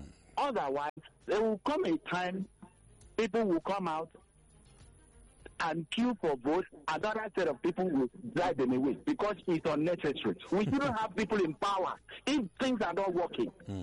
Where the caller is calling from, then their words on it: Lagos, Nigeria; I'm calling from Lagos.